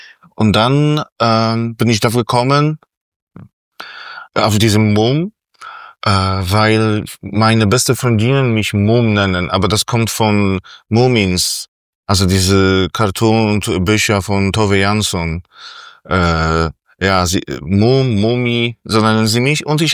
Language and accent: German; Bydgoszcz, Kuyavian-Pomeranian Voivodeship, Poland; German is a second language; moved away as an adult; now in Berlin, Germany; ich komme aus Polen, genau heißt die Stadt Bydgoszcz. Und in Berlin wohne ich seit 2015. Ich bin 40 Jahre alt, fast 41.